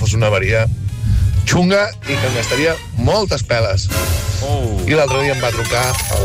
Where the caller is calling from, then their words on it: Sant Feliu de Guíxols, Catalonia, Spain; de Sant Feliu de Guíxols.